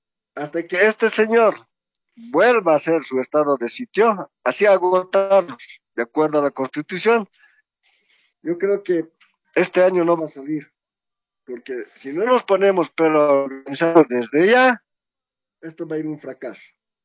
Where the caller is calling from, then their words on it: La Paz, Bolivia; yo estoy llamando desde la ciudad de La Paz